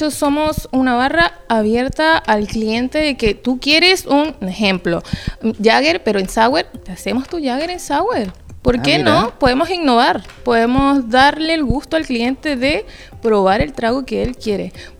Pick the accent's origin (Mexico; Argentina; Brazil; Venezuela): Venezuela; moved away as an adult; now in Chile; soy venezolana. Llevo 8 años aquí.